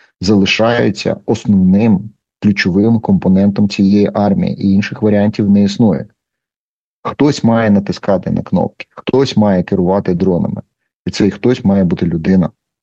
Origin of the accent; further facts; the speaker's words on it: Ternopil, Ternopil Oblast, Ukraine; в моєму рідному Тернополі